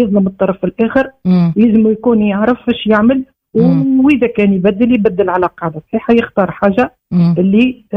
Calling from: Sfax, Sfax Governorate, Tunisia; معك مستمعة من صفاقس.

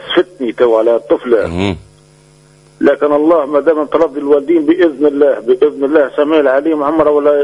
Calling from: Gabès, Gabès Governorate, Tunisia

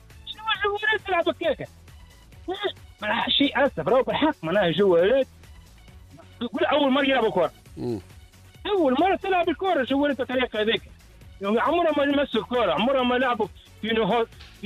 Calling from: Sidi Bouzid, Tunisia; من سيدي بوزيد.

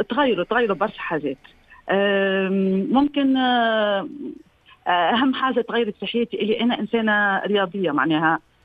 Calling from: Nabeul, Nabeul Governorate, Tunisia

